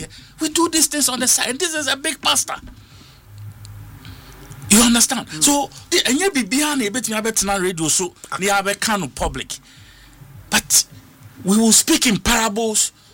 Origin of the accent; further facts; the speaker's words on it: Adenta, Greater Accra, Ghana; I was from Adenta, and of course, supervising elections, you know, when he won.